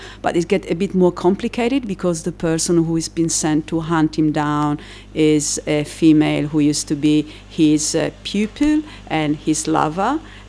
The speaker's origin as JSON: {"language": "English", "region": "Sardinia", "country": "Italy", "also_born_or_lived": "Germany / Melbourne, Australia", "second_language": "English", "moved": "as an adult", "said": "I am originally from Sardinia, which is an island in Italy. I just relocated recently, about 10 years ago, to Sardinia. I spent most of my adult life abroad, so about 10 years in Germany and then 23 in Melbourne, Australia."}